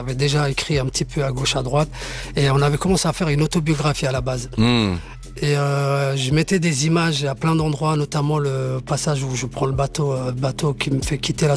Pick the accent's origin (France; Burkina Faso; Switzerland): Switzerland; Geneva; c'est un mec de Plan-les-Ouates, donc il est pas très loin de chez moi. Enfin, de là où j'ai grandi.